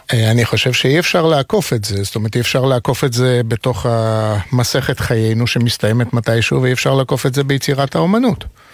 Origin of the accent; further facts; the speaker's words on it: Tel Aviv, Tel Aviv District, Israel; also born or lived in Jaffa; נולדתי ביפו וגדלתי ברמת אביב של שנות ה-60, עליית גומוקה של שלהי שנות ה-50. אפשר היה להסתדר בשפה הפולנית או ביידיש בכל מקום בשכונה.